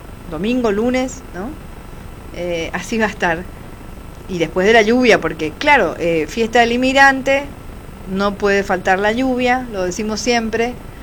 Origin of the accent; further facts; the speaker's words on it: Oberá, Misiones, Argentina; Siempre, cuando salgo fuera, en otra provincia, hablo de Misiones, hablo de los beneficios que tenemos. En Oberá lo mismo, o de Oberá. Fanática soy de mi lugar